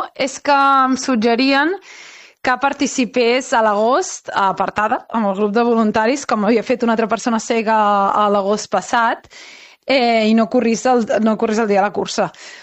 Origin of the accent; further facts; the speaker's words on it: Vilassar de Mar, Catalonia, Spain; jo soc de Vilassar de Mar, vull dir que la muntanya és el castell de Burriac